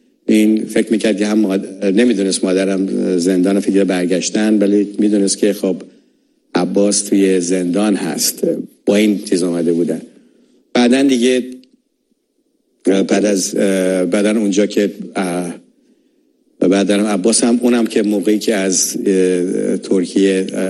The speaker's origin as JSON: {"language": "Persian", "country": "Iran", "moved": "yes", "said": "من از ایران اومدم 14 سال بیشتر نداشت"}